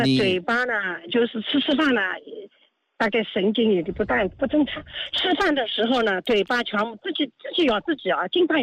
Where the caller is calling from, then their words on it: Suzhou, Jiangsu, China; 我是苏州的。